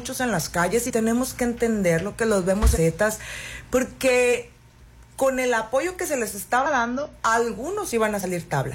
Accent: Sinaloa, Mexico

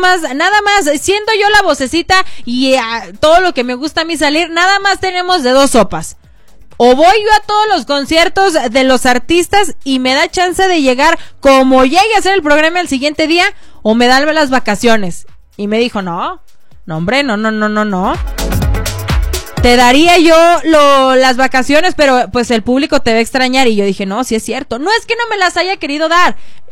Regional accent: Durango, Mexico; Nosotros, como duranguenses, traemos un ambiente que no te pases de lanza, mijo. Somos unidos para todos. Somos mexicanos, claro que sí, pero también somos duranguenses.

